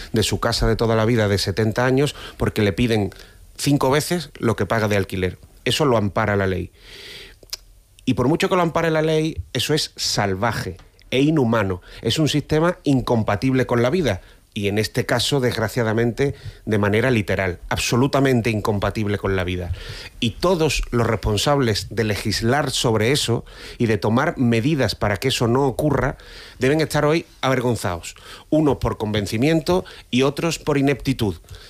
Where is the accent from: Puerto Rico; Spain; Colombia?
Spain; A mí esto, como ciudadano español, me da absoluta vergüenza.